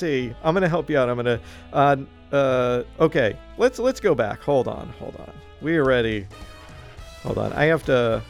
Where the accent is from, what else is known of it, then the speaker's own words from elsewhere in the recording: Staten Island, New York, United States; we used to have this public access show growing up, when I was growing up on Staten Island